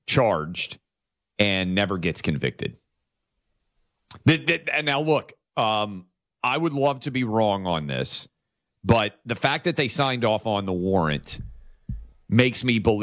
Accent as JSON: {"language": "English", "region": "Tennessee", "country": "United States", "said": "Places like my home state of Tennessee are now coming online."}